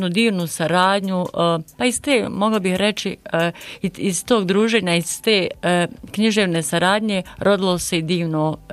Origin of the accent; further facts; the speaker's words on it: Konjic, Federation of Bosnia and Herzegovina, Bosnia & Herzegovina; born there; ja sam rođena u Konjicu, živim u Najliđi, a radim kao nastavnica u osnovnoj školi Kiseljak 1 u Kiseljaku.